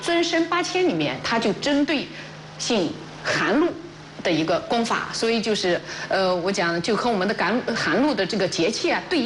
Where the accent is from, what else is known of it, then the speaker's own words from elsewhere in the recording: China; 我们讲其实我们中国人是比较喜欢这种粥的，